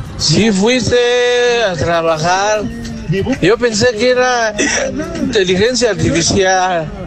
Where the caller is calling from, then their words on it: Mexico City, Mexico; Soy de Zángalos. … de Tláhuac.